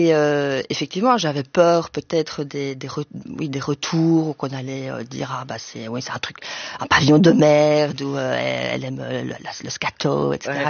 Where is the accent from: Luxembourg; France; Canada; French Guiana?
Luxembourg; born or raised there; moved away as an adult; also born or lived in Brussels, Belgium